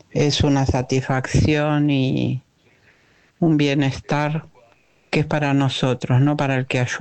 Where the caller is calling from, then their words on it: Buenos Aires, Argentina; de Villa del Parque